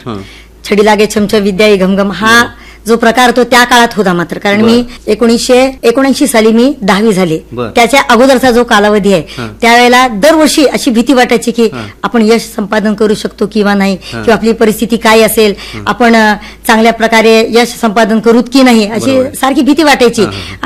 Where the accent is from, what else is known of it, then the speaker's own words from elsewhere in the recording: Akola, Maharashtra, India; moved away as an adult; now in Ambajogai, India; माझा जन्म झालेला आहे विदर्भात अकोला या ठिकाणी.